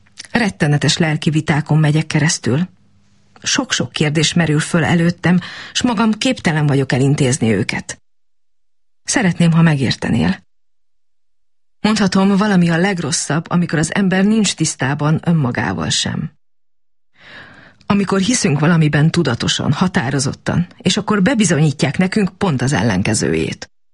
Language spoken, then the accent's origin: Hungarian; Dej, Cluj County, Romania; Egy másik eset a szülővárosomban, Désen játszódott le.